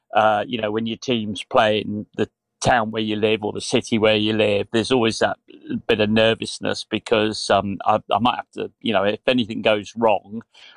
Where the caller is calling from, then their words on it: Bolton, North West England, United Kingdom; my hometown club where I'm ringing from, well, where I'm talking to you from now, because I happen to live in Bolton.